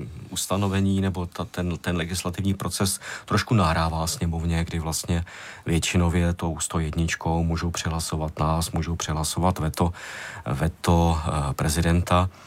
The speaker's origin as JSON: {"language": "Czech", "region": "Vysočina Region", "country": "Czechia", "said": "já jsem hrdý z Vysočiny, takže já to teď zmiňuji takhle široce"}